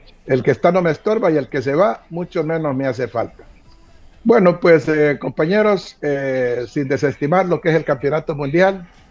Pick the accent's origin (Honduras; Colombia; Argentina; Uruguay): Honduras